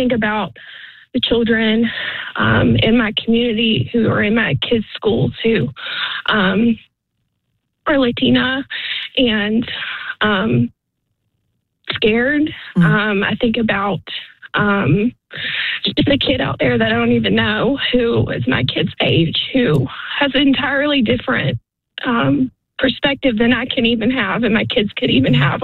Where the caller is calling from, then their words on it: Sanford, North Carolina, United States; Hi, I'm calling from Stanford, North Carolina. It's about an hour outside of Raleigh.